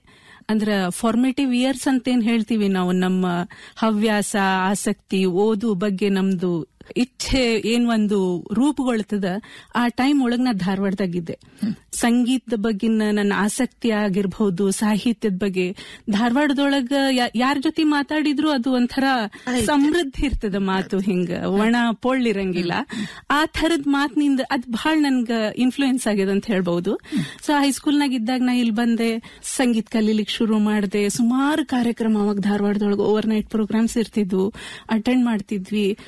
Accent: Gadag, Karnataka, India; moved away as an adult; also born or lived in Dharwad; now in Sweden; ನಾ ಹುಟ್ಟಿ ಬೆಳೆದದ್ದು ಗದಗ ಒಳಗ. ಹೈಸ್ಕೂಲ್ ಒಳಗಿದ್ದಾಗ ನಾವು ಧಾರವಾಡಕ್ಕೆ ಬಂದ್ವಿ. ಅವಾಗ್ಲಿಂದ ನಾನು ಸುಮಾರು ಒಂದ್ 14 ವರ್ಷ ಧಾರವಾಡದೊಳಗಿದ್ದೆ.

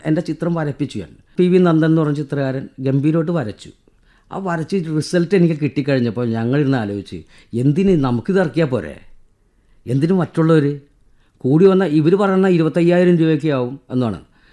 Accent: Kerala, India; നിങ്ങളെവിടെ നിന്ന് വരുന്നു? ഞാൻ പറഞ്ഞു കേരള.

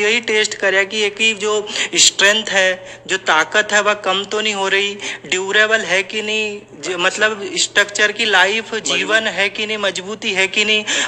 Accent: Harda, Madhya Pradesh, India; मैं वैसे हरदा से आता हूँ

